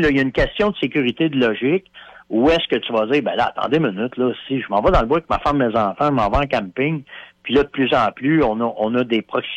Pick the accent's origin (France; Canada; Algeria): Canada